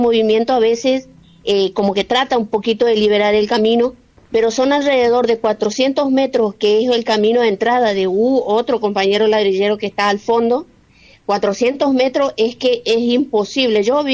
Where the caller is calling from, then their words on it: Campo Largo, Chaco, Argentina; de aquí, de Campo Largo.